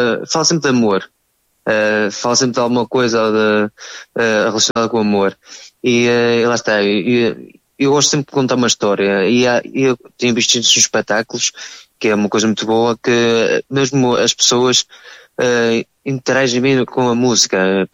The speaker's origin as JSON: {"language": "Portuguese", "town": "Paços de Ferreira", "region": "Norte", "country": "Portugal", "tie": "born there", "said": "tive logo um espetáculo aqui na minha terra, nas festas de Passos Ferreira, no Corpo de Deus."}